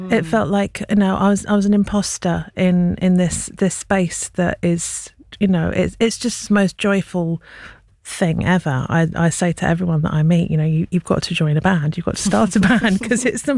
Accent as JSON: {"language": "English", "region": "London", "country": "United Kingdom", "tie": "born or raised there", "said": "I'm born and bred in London."}